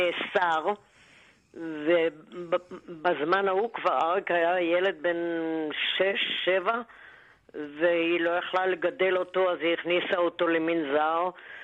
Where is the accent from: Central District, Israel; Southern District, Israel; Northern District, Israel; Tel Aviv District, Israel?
Tel Aviv District, Israel; Tel Aviv; כן, אני תל אביבית, נולדתי אסלית תל אביבית.